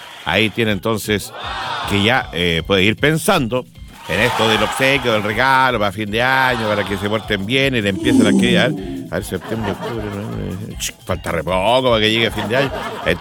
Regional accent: Chile; ¿Somos o no somos solidarios los chilenos?

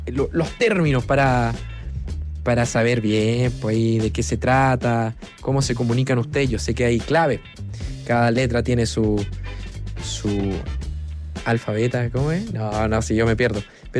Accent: Ovalle, Coquimbo, Chile; soy de Ovalle.

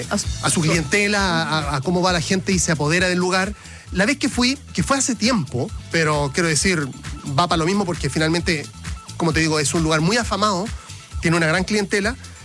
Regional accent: Puente Alto, Santiago Metropolitan Region, Chile; soy un guaso, no, yo soy de Puente Alto

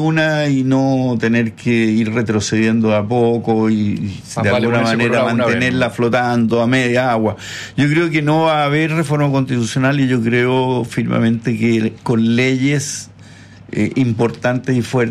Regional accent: Chile

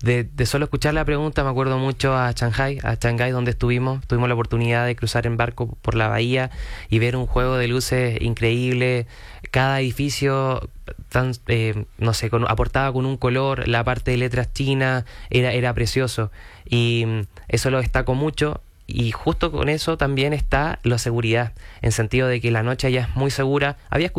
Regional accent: Chile; Muchas veces decimos como chileno, estudio tanto chino mandarín y voy a la tienda a comprar y no me entienden

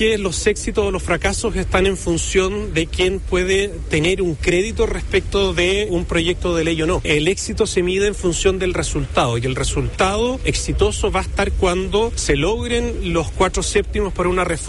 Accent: Chile; los que ganamos somos todos los chilenos.

